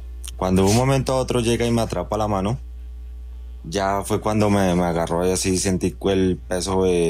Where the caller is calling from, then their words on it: Zipaquirá, Cundinamarca, Colombia; desde Zipaquirá.